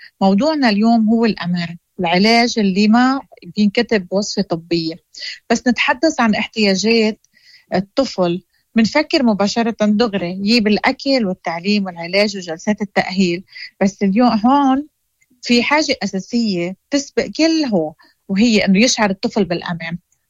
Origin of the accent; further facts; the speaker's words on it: Lebanon; معكم أنا من لبنان